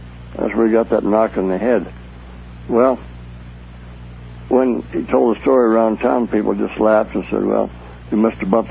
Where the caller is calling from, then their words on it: Reno, Nevada, United States; I'm calling from Reno.